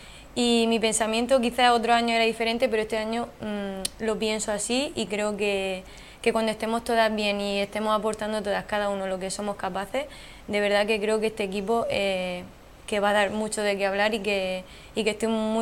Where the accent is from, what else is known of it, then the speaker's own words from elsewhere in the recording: Region of Murcia, Spain; moved away as an adult; also born or lived in Barcelona; now in Guadalcacín, Spain; soy de Murcia, no soy